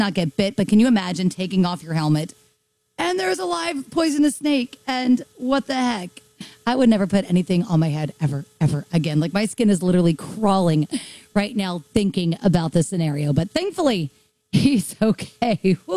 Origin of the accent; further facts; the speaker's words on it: the South, United States; See, I'm from the South.